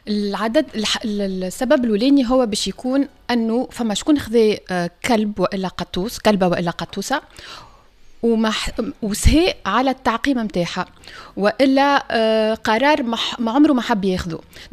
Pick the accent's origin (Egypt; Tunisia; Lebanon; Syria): Tunisia; عندنا في تونس